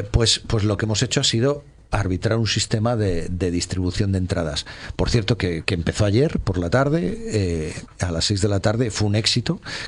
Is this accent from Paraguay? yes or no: no; Castile and León, Spain; somos una comunidad donde la calle nos permite una franja de estacionalización temporal muy restringida por nuestra climatología. No somos Levante, no somos Canarias ni Andalucía